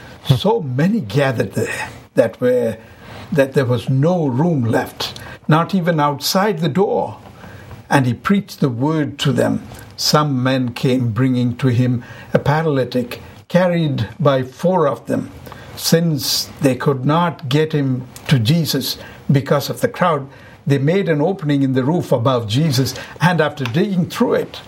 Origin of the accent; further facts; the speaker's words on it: India; While growing up in India, after every prayer, we repeated the first three verses of Psalm 103.